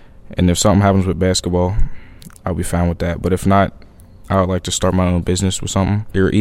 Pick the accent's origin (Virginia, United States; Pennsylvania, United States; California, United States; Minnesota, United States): Pennsylvania, United States; Pittsburgh; I was born in Pittsburgh on the north side. The neighborhood I grew up in, it's on the north side. It's crowded, but it's safe.